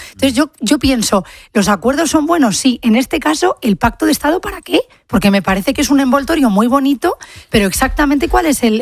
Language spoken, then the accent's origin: Spanish; Madrid, Community of Madrid, Spain; la gente que somos de Madrid en este caso, conoces a alguien que han evacuado.